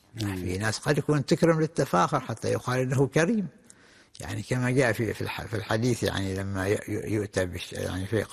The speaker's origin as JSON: {"language": "Arabic", "country": "Oman", "said": "إحنا عندنا في عمان أو في دول منطقة الخليج"}